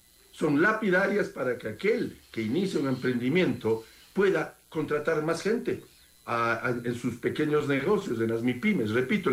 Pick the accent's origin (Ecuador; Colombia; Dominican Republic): Ecuador; Quito, Pichincha; yo soy quiteño y digo algunos quiteñismos